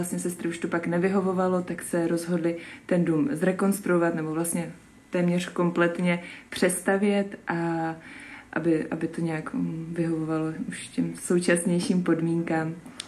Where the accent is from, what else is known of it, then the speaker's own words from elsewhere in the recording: South Moravian Region, Czechia; pocházím od Brna, teď jsem zase v komunitě znova zpátky v Brně, teď poslední druhým rokem